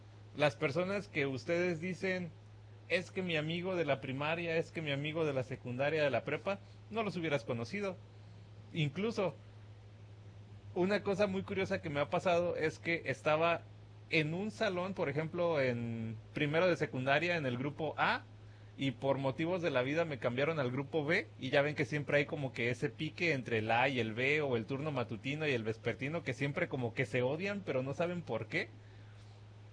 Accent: Apatzingán, Michoacán, Mexico; also born or lived in Lázaro Cárdenas, Michoacán; now in Burley, Idaho, United States; al yo haber crecido en Tierra Caliente, en Apatzingán

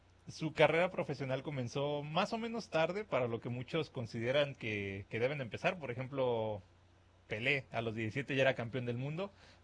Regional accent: Mexico; Pues somos mexicanos, bueno, soy mexicano

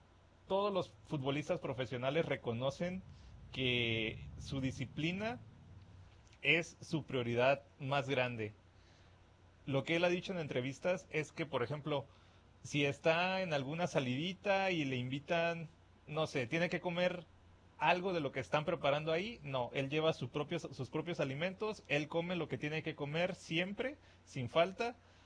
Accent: Mexico; Pues somos mexicanos, bueno, soy mexicano

